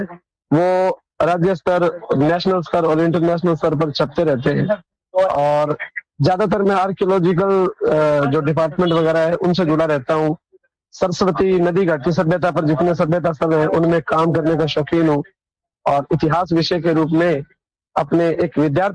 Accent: Sri Ganganagar, Rajasthan, India; मैं श्री गंगानगर से हूँ

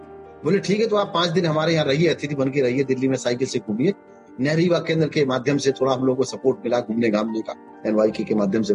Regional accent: Uttar Pradesh, India

